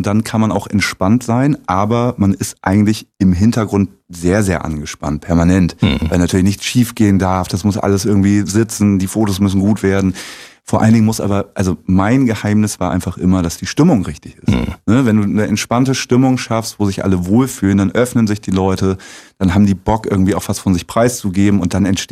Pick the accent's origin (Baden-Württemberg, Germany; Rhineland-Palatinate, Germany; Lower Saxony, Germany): Lower Saxony, Germany; now in Zeuthen, Germany; Genau, bei Bremen.